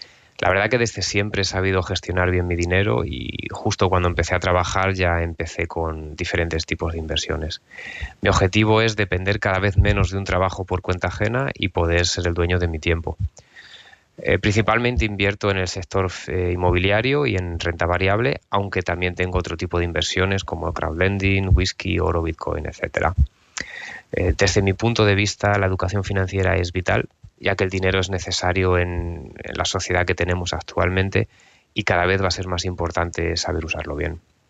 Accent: Toledo, Castilla-La Mancha, Spain; now in Tübingen, Germany; soy de Toledo. Llevo ya casi 15 años en Alemania y actualmente vivo en Tübingen.

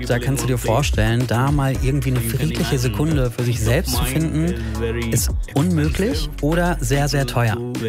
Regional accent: Delhi, India; now in Germany; ich bin in Delhi groß geworden. Das ist eine sehr, sehr große Stadt in Indien.

